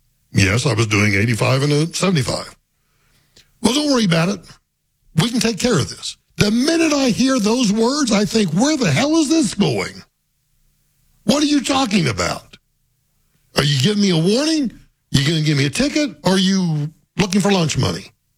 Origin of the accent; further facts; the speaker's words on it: Guymon, Oklahoma, United States; moved away; my little hometown of Guymon, Oklahoma